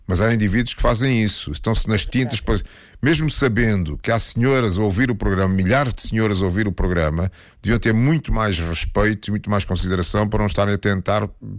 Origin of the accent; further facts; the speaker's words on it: Luanda, Angola; a senhora é de Luanda e eu também.